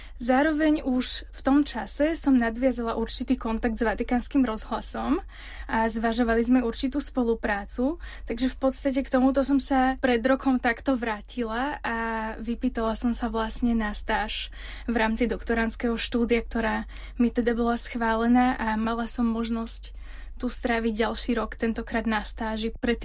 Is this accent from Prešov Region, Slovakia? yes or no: no; Bratislava, Bratislava Region, Slovakia; Tak pochádzam z Bratislavy. Tam som aj študovala bakalára aj magistra v odbore prekladateľstvo a tlmočníctvo. A momentálne som doktorantka v odbore talianska lingvistika.